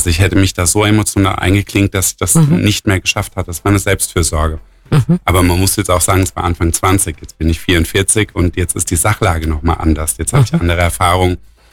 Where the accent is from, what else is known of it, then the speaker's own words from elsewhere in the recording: Rhine-Neckar, Germany; also wie man hört, bin ich auch nicht hier aus der Region, sondern ich komme aus dem Metropolregion Rhein-Neckar, wie es so schön heißt.